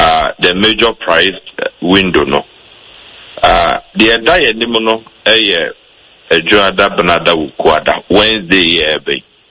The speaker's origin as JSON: {"language": "English", "country": "Ghana", "said": "I wish one as a Ghanaian things were a lot easier for us than they are now."}